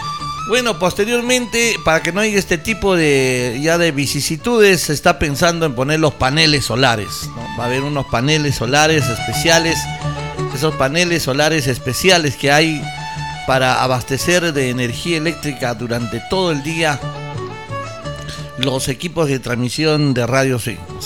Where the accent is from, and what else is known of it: Peru